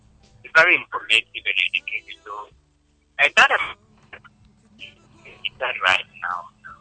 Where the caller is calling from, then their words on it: Nkosompo, Western Region, Ghana; from Nkosompo.